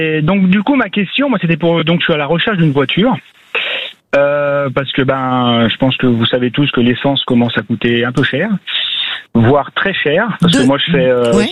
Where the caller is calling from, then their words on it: Annonay, Auvergne-Rhône-Alpes, France; Moi j'habite à Annonay, c'est dans l'Ardèche